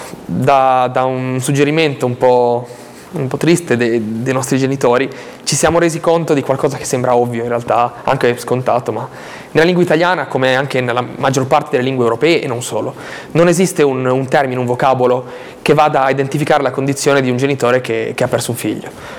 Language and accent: Italian; Albenga, Liguria, Italy